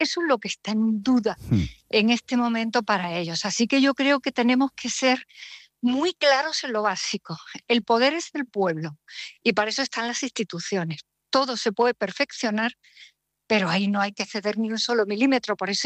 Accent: Andalusia, Spain; bueno, yo soy andaluza y naturalmente estamos en el día de después

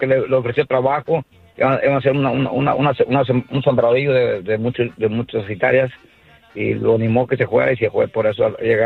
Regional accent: Michoacán, Mexico

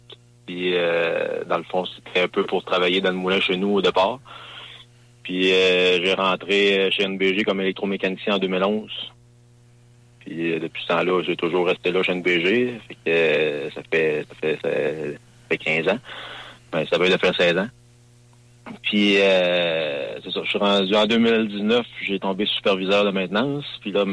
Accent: Rivière-Bleue, Quebec, Canada; je viens de Rivière-Bleue, puis mon père, il avait une scierie.

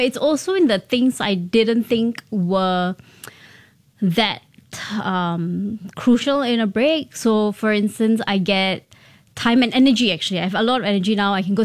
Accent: India; being an Indian woman in a senior role, it's not very common.

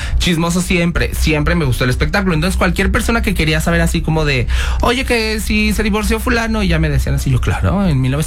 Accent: San Cristóbal de las Casas, Chiapas, Mexico; Yo viví en mi pueblo, Deli, allá en San Cristóbal de las Casas.

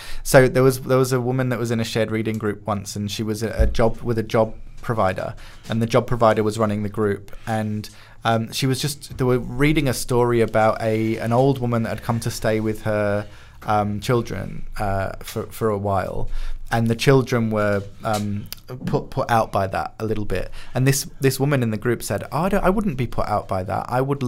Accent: Nottingham, East Midlands, United Kingdom; I got a little bit of that where I grew up in Nottingham.

